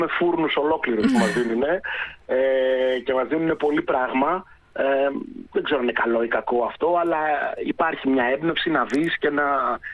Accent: Kefalonia, Ionian Islands, Greece; Είμαι κεφαλονίτης γιατί

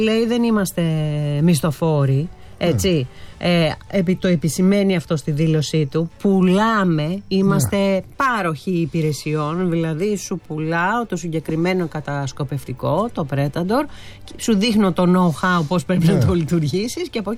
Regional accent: Lagkadas, Central Macedonia, Greece; αλλιώς θα πω είμαι από το Λαγκαδά.

